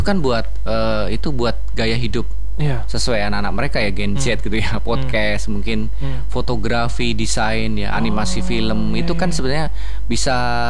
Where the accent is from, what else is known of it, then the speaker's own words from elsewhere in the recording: Central Java, Indonesia; now in Central Kalimantan, Indonesia; Saya dari Jawa ya